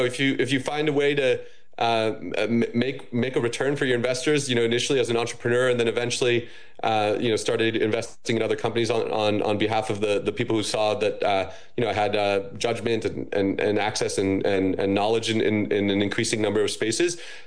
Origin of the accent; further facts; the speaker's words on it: United States; especially as an American and think about, where we are in this moment